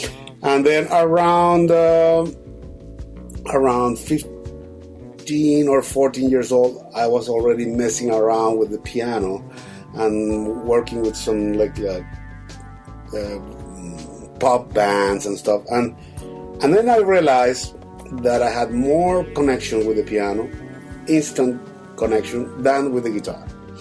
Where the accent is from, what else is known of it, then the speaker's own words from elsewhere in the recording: Venezuela; I'm from Venezuela